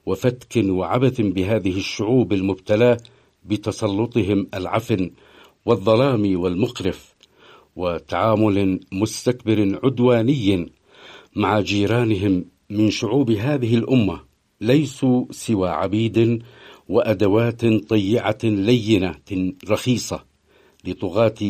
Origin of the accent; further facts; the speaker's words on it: Yemen; واقع معركتنا المصيرية المتواصلة اليوم مع هؤلاء جعلنا كيمنيين وكمحور مجاهد مقاوم عموما على المحجة البيضاء ليلها كنهارها.